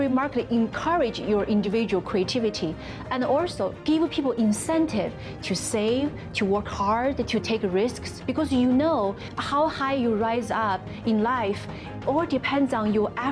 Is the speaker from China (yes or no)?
yes; China; English is a second language; moved away; When I was growing up in China, under socialism, I was always hungry.